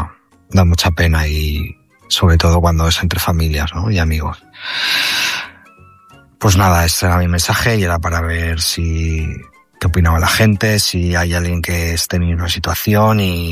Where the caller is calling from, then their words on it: Valencia, Valencian Community, Spain; Soy de Valencia